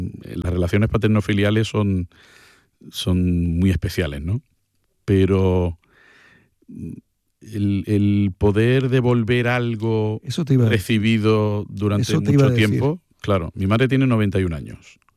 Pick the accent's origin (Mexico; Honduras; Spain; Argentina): Spain; Málaga, Andalusia; siendo malagueño ya somos un poquito figurantes en nuestra...